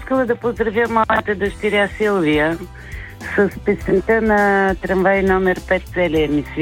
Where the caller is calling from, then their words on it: Plovdiv, Plovdiv Province, Bulgaria; съм от Пловдив.